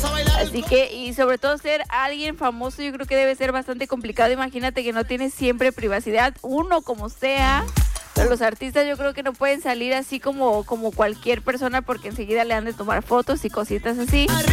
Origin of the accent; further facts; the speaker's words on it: Mexico; así somos nosotros los mexicanos, nosotros metemos la cuchara.